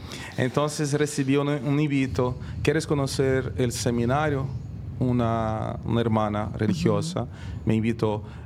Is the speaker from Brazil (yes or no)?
yes; Rio Branco, Acre, Brazil; Spanish is a second language; moved away; soy de Brasil, uh-huh. De la ciudad de Río Branco, el estado de Acre, que es dentro de la selva amazónica.